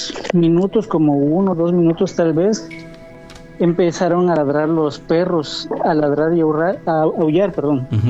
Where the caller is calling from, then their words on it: Coatzacoalcos, Veracruz, Mexico; Desde Coatzacoalcos, Veracruz.